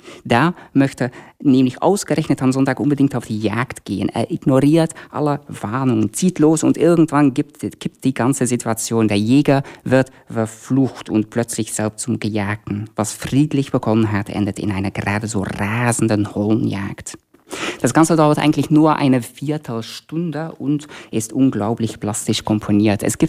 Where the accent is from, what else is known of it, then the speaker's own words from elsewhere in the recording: Belgium; moved away; ich komme ursprünglich aus Belgien